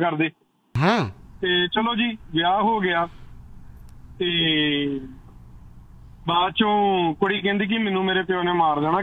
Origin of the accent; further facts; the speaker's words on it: Punjab, India; ਮੈਂ ਗੁਰਦਾਸਪੁਰ ਜ਼ਿਲ੍ਹੇ ਤੋਂ ਬਿਲੋਂਗ ਕਰਦਾ ਜੀ